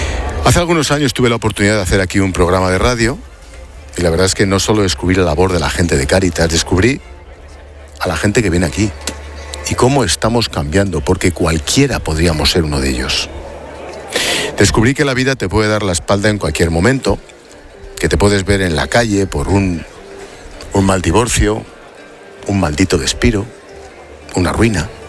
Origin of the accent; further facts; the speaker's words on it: Madrid, Community of Madrid, Spain; para los que somos de barrio de Madrid, en el Cerro de la Mica.